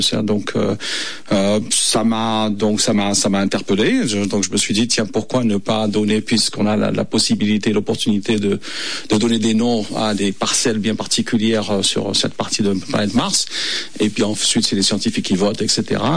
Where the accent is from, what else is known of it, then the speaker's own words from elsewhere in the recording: Algeria; moved away as an adult; also born or lived in England / United States; Donc, j'ai fait toutes mes études en Algérie. Je suis algérien.